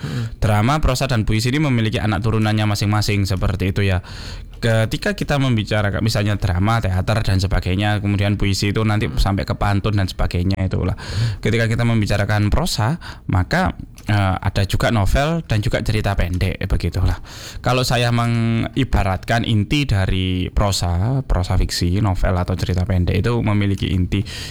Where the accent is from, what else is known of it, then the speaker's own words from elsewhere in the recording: East Java, Indonesia; saya asli Jawa Timur. Kemudian saya lahir di Jawa Timur. Saya pun tinggal juga di Jawa Timur.